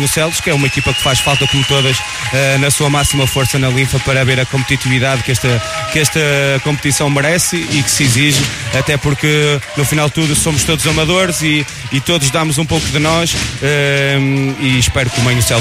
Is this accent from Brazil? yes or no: no; Sande, Porto, Portugal; o clube da minha terra